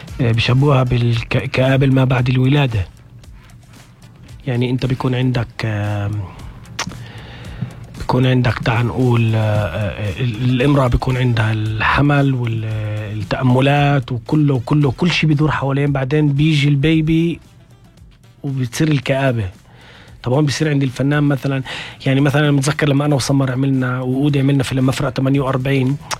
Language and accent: Arabic; Israel; الواقع تبعي أنا فلسطيني بهي الدولة، أنا أقلية